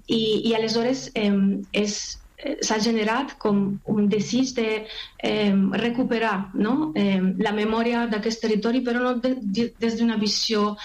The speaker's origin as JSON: {"language": "Catalan", "region": "Valencian Community", "country": "Spain", "said": "el paper que té en la nostra identitat com a valencianes"}